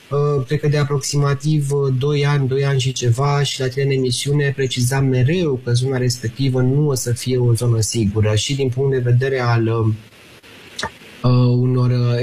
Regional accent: Romania; și la nivel de România, pentru că suntem români

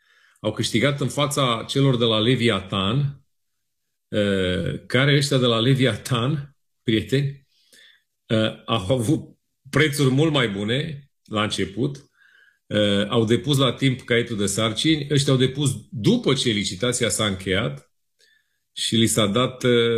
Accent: Câmpia Turzii, Cluj County, Romania; Un mare scandal financiar vine de la Câmpia Turzii, orașul meu natal.

